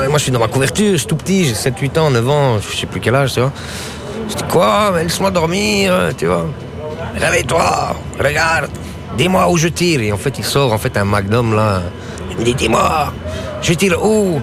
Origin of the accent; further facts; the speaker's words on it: Kosovo; Comme chez nous, en Kosovo